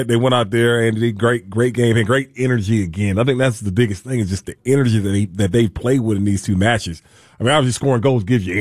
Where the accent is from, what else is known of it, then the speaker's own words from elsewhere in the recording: United States; I'm American.